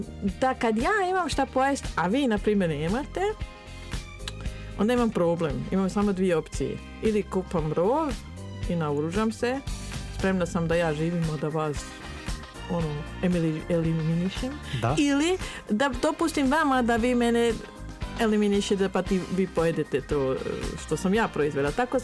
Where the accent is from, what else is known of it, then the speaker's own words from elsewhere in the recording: Switzerland; moved away as an adult; now in Boškovići, Serbia; Ja sam odrasla u Švajcarskoj i moj ujak je imao farmu. Ja sam kao dijete bila puno na selu